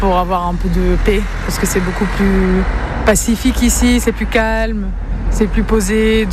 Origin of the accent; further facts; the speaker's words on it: Rennes, Brittany, France; Non, je suis de Rennes, moi.